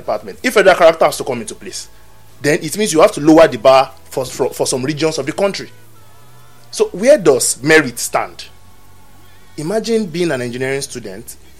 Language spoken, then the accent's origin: English; Nigeria; as a Nigerian who to some extent is policy inclined.